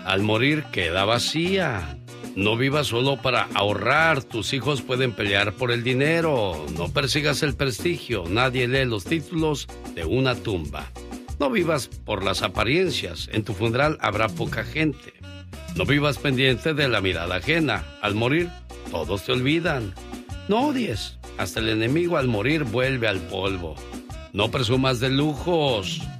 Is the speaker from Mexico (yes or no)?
yes; Jerez, Zacatecas, Mexico; moved away; Un día salí de Jerez, Zacatecas, pero Jerez, Zacatecas nunca salió de mí.